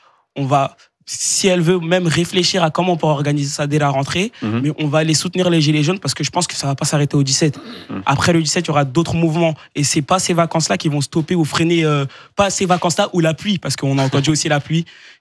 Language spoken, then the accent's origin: French; France; Et excusez-moi, mais je pense que je suis un Français classique.